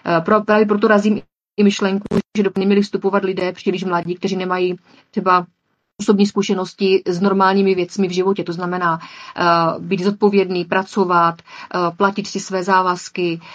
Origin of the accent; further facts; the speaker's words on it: Moravian-Silesian Region, Czechia; miluji můj region, miluji Beskydy. Jsem holka z Podbeskydí